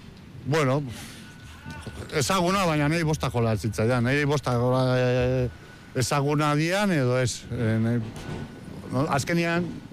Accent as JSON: {"language": "Basque", "region": "Basque Country", "country": "Spain", "said": "ni baukat patria, ni euskalduna naiz eta puntxo, ez?"}